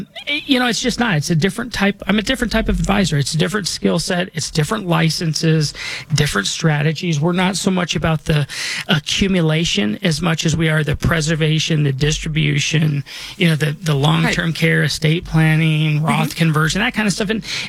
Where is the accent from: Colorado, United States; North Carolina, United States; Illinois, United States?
Colorado, United States; You know, I was born and raised here in Colorado. This is where I call home.